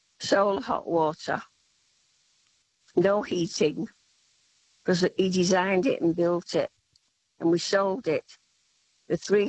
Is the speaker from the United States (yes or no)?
no; Australia; Because I won't change it because I've been here 60 years and I'm an Australian, by the way.